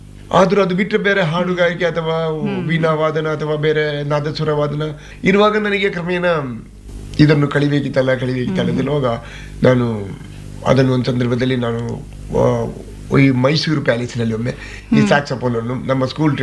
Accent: Bantwal, Karnataka, India; ಮೂಲತಃ ನಾನು ಬಾಣೆ ಮಂಗಳೂರಿನ ಹತ್ತಿರ ಬಂಟ್ವಾಳ ತಾಲೂಕಿನಲ್ಲಿ ಸಜಿಪ ಗ್ರಾಮ ಬರೀಕು ಗ್ರಾಮ, ಅಲ್ಲಿ ಯಾವುದೇ ಸೌಕರ್ಯಗಳಿಲ್ಲ.

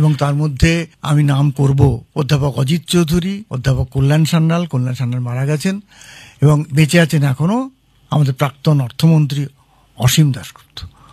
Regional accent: Howrah, West Bengal, India; ছোটবেলায় আমি হাওড়াতে থাকতাম, এখনো থাকি।

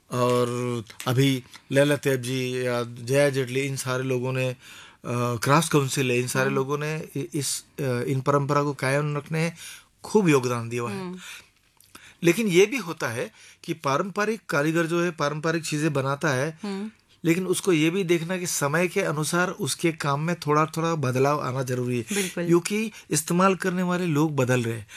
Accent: Maharashtra, India; और मैं खास करके महाराष्ट्र में बड़ा हुआ पला हुआ, तो वहां पर मुझे अभंग में काफी रुचि रही है।

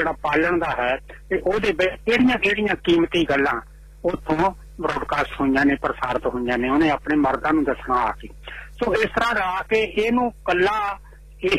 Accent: Jagatpur, Punjab, India; ਮੇਰਾ ਪਿੰਡ ਜਗਤਪੁਰ ਹੈ, ਜ਼ਿਲ੍ਹਾ ਨਵਾਂ ਸ਼ਹਿਰ ਦੇ ਵਿੱਚ।

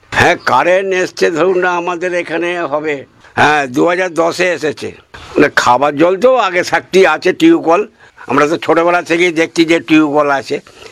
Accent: Lakshmanpur, West Bengal, India; আমাদের গ্রাম হচ্ছে লক্ষণপুর জেলার হুগলি

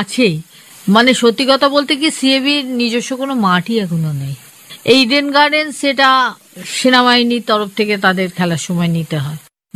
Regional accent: Kolkata, West Bengal, India; আমি, সবাই কিন্তু কলকাতার মেয়ে।

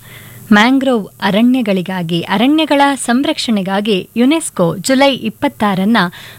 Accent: Karnataka, India; ನಾವು ಕರ್ನಾಟಕದವರು

